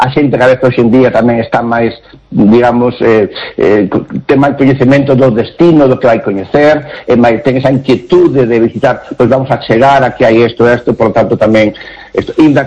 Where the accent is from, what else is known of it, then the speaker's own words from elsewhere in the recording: Galicia, Spain; sino tamén a donde vamos nós tamén como galegos.